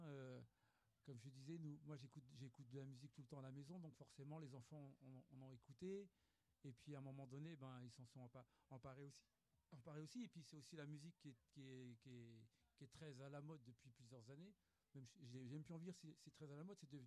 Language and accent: French; Paris, Île-de-France, France; moi j'ai grandi à Paris, en région parisienne.